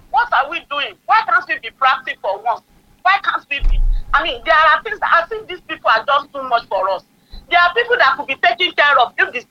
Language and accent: English; Ogbomoso, Oyo, Nigeria; from Ogbomoso. How are you this morning?